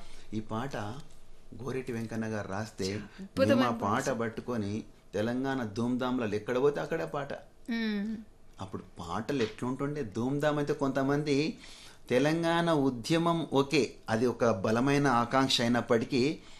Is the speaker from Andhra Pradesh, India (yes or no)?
no; Remaddula, Telangana, India; moved away; మాది పాలమూరు జిల్లా కొల్లాపూర్ తాలూకా రేమద్దుల గ్రామం